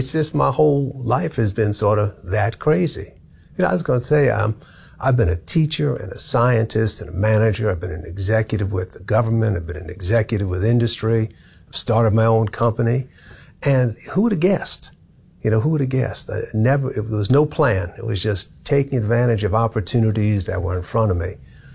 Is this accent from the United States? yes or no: yes; Syosset, New York, United States; A place called Syosset, little town on Long Island, yeah.